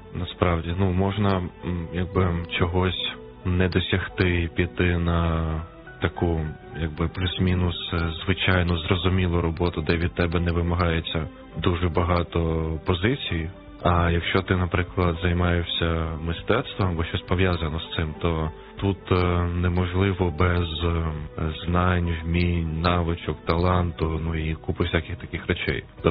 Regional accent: Kyiv, Ukraine; born there; Я народився в Києві, тут і живу.

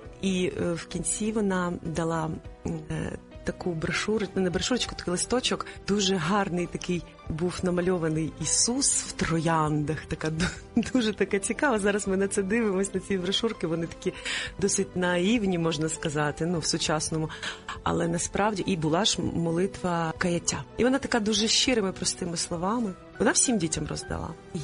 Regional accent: Kyiv, Ukraine; Я народилася в Києві. В звичайній родині мама викладала в університеті, тато працював в правоохоронних органах. Я навчалася в школі, в українській, до речі, тоді їх було небагато в Києві.

